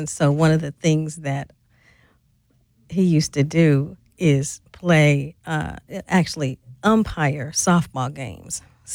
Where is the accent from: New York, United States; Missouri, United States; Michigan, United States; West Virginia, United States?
Missouri, United States; St. Louis; When I grew up, as I mentioned, I grew up in St. Louis.